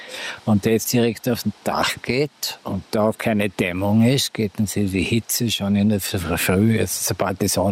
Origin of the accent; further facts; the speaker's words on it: Vorarlberg, Austria; Ich bin ja gebürtiger Schonzhauser vom Vorarlberg. Da wäre ich auch gerne wieder zurückgezogen